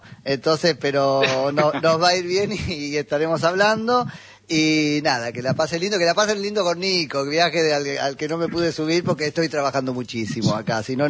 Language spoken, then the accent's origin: Spanish; Argentina; Recordaste que somos argentinos.